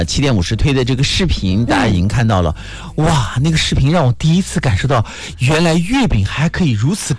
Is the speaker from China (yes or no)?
yes; Nanjing, Jiangsu, China; 我们南京人